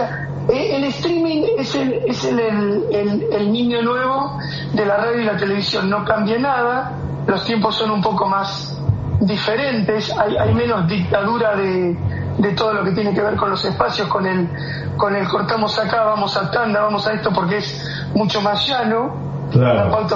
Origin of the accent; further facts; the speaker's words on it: Argentina; accent: Argentine; Ella desde su acento colombiano y yo desde mi acento argentino, lo que hacemos es con la forma de cada uno, sí.